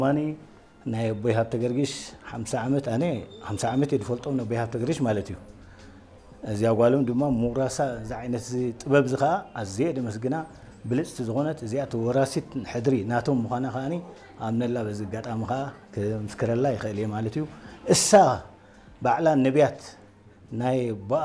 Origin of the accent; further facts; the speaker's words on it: Asmara, Maekel, Eritrea; ኣብ ኣክርያ ተወሊደ ዓብየ